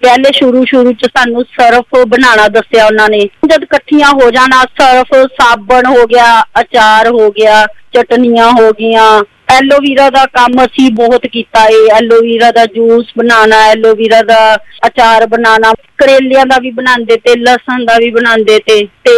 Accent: Chandpur Bela, Punjab, India; ਮੇਰਾ ਪਿੰਡ ਚੰਦਪੁਰ ਬੇਲਾ, ਜਿਹੜਾ ਆਨੰਦਪੁਰ ਸਾਹਿਬ ਹੈ।

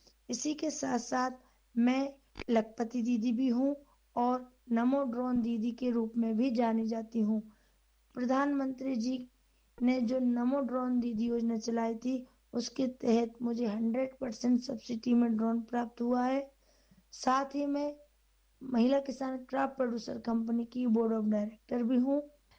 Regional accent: Sehore district, Madhya Pradesh, India; ग्राम दुपड़िया bill जिला सीहोर की रहने वाली हूँ।

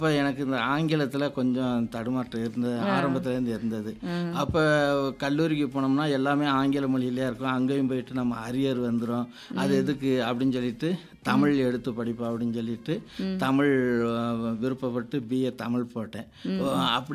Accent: Tamil Nadu, India; moved away as an adult; also born or lived in Theni district / Madurai; now in Tenkasi district, India; எனக்கு சொந்த ஊர் வந்து சிறுவலித்தூருக்கு பக்கத்தில் இருக்கிற நல்லுத்தவன்பட்டி என்ற ஊர், அந்த கிராமத்தில் தான் நான் பிறந்து வளர்ந்தேன்.

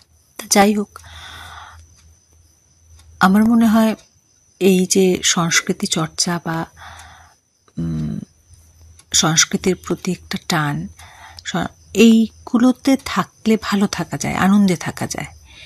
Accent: Melaghar, Tripura, India; আমার ছোটবেলাটা কেটেছে মেলাঘরে, এখন যেটা সিপাহীজলা জেলায়। সেখানে আমার মা বাবা আমার দিদি আমরা ছিলাম।

